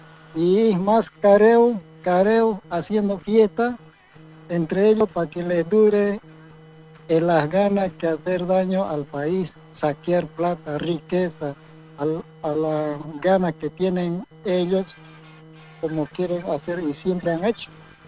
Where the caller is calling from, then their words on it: Bolivia; los ciudadanos como bolivianos